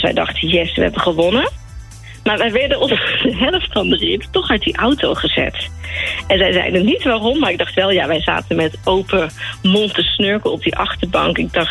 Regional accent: North Brabant, Netherlands; moved away as an adult; also born or lived in Amsterdam; We studeerden in Amsterdam, maar ik ben een Brabantse.

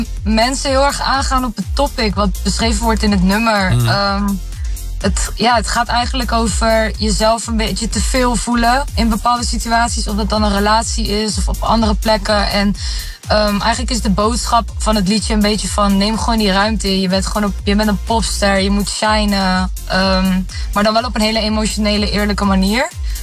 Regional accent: Assen, Drenthe, Netherlands; also born or lived in England; Ik ben geboren in Engeland, ik ben opgegroeid in Assen, in Drenthe.

